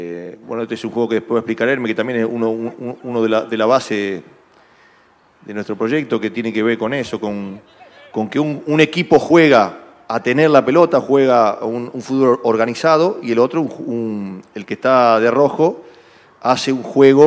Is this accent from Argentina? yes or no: yes; Rosario, Santa Fe, Argentina; Yo no puedo concebir, yo soy de Rosario, no puedo concebir que Rosario, una ciudad tan futbolera como Rosario